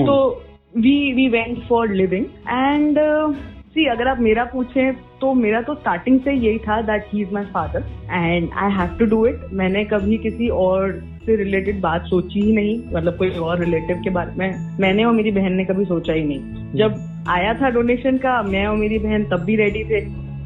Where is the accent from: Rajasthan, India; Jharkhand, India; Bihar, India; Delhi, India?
Rajasthan, India; हम राजस्थान से हैं